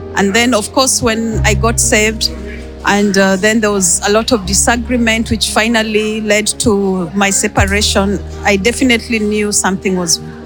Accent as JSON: {"language": "English", "country": "Switzerland", "said": "I am from Switzerland."}